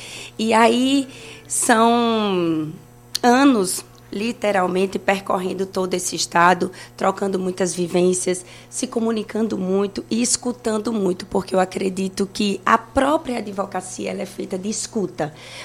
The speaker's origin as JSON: {"language": "Portuguese", "town": "Maceió", "region": "Alagoas", "country": "Brazil", "tie": "born or raised there", "said": "Eu fui nascida e criada no Jacintinho, então tenho muito orgulho."}